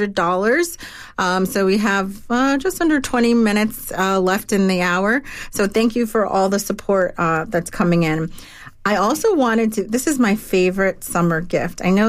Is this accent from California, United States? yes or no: no; Hamden, Connecticut, United States; born or raised there